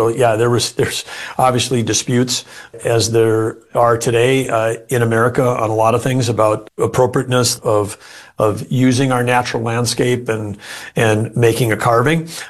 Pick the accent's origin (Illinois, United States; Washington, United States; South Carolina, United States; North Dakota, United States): North Dakota, United States; Growing up in North Dakota, not atypical to take a family journey to the Black Hills.